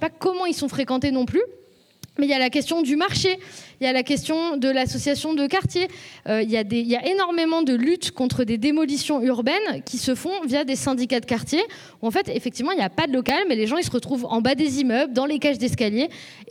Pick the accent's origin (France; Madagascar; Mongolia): France; Lyon, Auvergne-Rhône-Alpes; now in Toulouse, France; en ce moment j'habite à Toulouse et de base je suis de Lyon